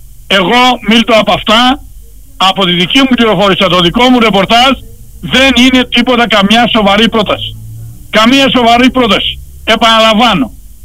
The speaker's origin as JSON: {"language": "Greek", "town": "Patras", "region": "Western Greece", "country": "Greece", "said": "ως πατρινός, ως δημοσιογράφος και οπαδός της ομάδος"}